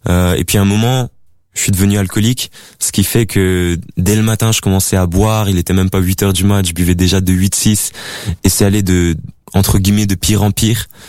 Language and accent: French; Grand Est, France; born there; j'ai 19 ans, je suis né en Alsace.